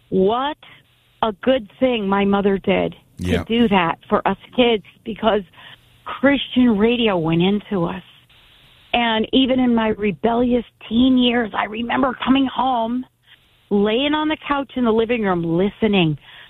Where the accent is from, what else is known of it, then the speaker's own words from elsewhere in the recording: Connecticut, United States; So, I lived in New England. I grew up in Connecticut.